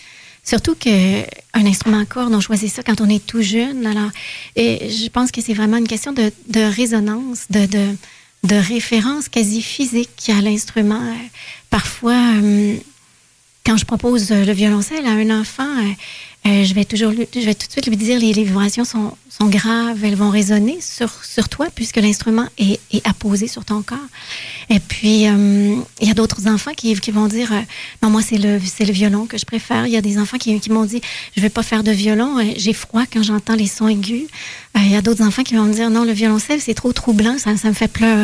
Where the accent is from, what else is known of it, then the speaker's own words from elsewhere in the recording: Quebec City, Quebec, Canada; Oui, tout à fait.